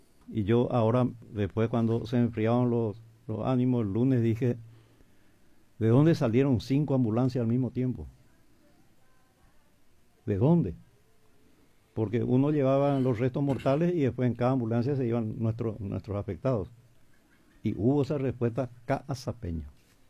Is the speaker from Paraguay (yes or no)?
yes; Paraguay; O sea, tenemos que estar orgullosos como paraguayos